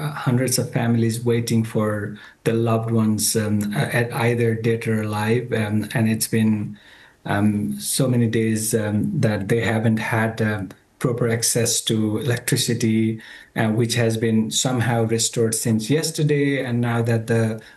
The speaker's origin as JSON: {"language": "English", "town": "Rasuwa", "region": "Bagmati", "country": "Nepal", "said": "Since I come from Rasua"}